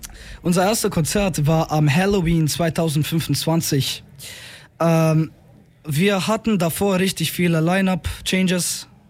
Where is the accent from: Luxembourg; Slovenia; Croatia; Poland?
Croatia; Ich bin fast 18. Ich komme aus Mundoking. Ich bin Kroate.